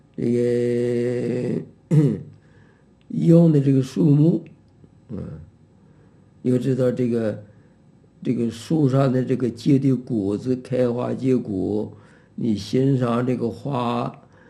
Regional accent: China; 这就表示我们自古到现在，我们中国人呢。就是讲究文化

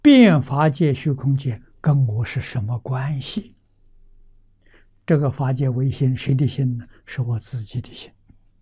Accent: China; 我们中国人习惯讲总纲领、总原则

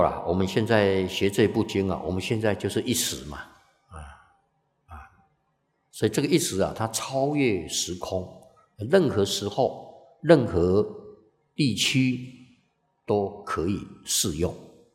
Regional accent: Taiwan; 我们台湾都先喝水

